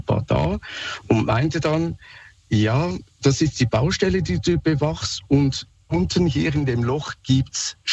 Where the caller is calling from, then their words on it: Switzerland; accent: Swiss; Ich rufe jetzt gerade aus Lörrach an. Mhm. Sorry, mein Akzent, ich bin Schweizer.